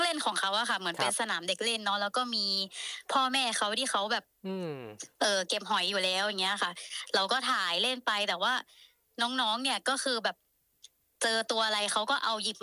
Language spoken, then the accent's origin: Thai; Bangkok, Thailand; ไม่ได้เป็นคนกระบี่ค่ะก็คือเป็นคนกรุงเทพค่ะ